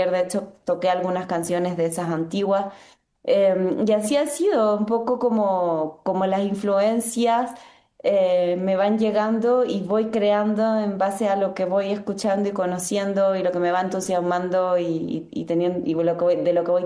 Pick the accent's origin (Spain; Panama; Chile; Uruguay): Chile; moved away as an adult; now in Mexico City, Mexico; bueno, vivo en Chile